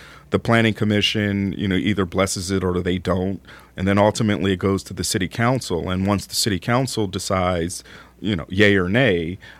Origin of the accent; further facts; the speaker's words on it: Philadelphia, Pennsylvania, United States; So I grew up in Philadelphia, which is a big city, but all the surrounding towns are 5,000, 10,000 people